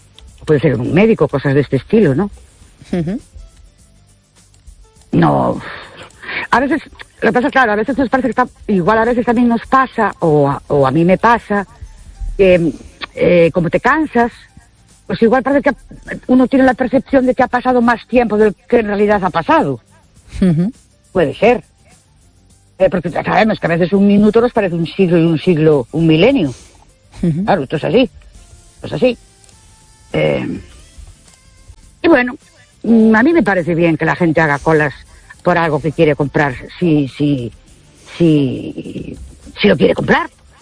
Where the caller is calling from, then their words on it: Ourense, Galicia, Spain; Buenas noches … de Ourense.